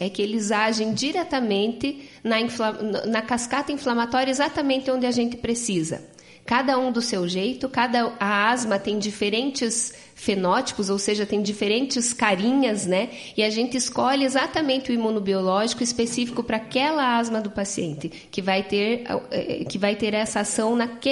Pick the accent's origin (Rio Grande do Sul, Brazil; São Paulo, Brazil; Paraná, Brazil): Paraná, Brazil; Castro; born there; Eu sou nascida em Castro.